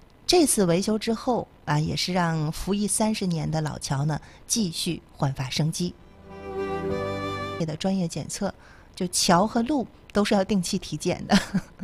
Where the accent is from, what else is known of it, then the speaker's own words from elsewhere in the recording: Jinzhou, Liaoning, China; 是属于咱们锦州这座工业城市的时光印记啊